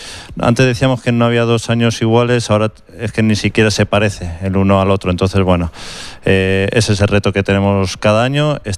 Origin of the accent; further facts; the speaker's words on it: Albacete, Castilla-La Mancha, Spain